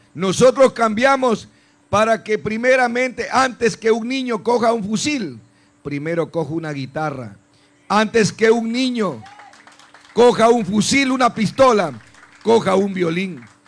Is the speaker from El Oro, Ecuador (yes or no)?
yes; Santa Rosa, El Oro, Ecuador; born there; Yo nací en Santa Rosa.